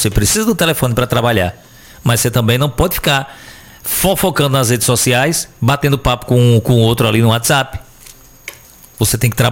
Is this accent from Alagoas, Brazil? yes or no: yes; Penedo, Alagoas, Brazil; Eu lembro que quando eu era criança, morava no Raimundinho, anos 80, acho que ali era 84, só tinha um local aqui em Penedo que vendia botijão de gás.